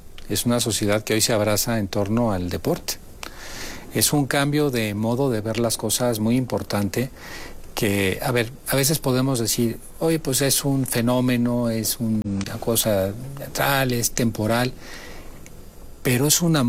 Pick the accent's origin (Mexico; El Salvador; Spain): Mexico; Yo no soy uno más. Yo soy mexicano. Estoy orgullosa de ser mexicano